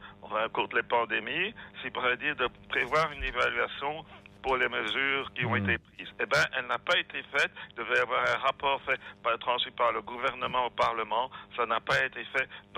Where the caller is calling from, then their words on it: Belgium; Enfin bon, moi je viens de la Belgique, donc je vais donner un exemple.